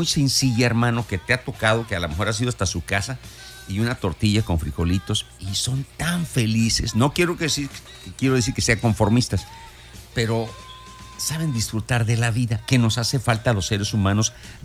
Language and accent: Spanish; Mexico; Así somos los mexicanos.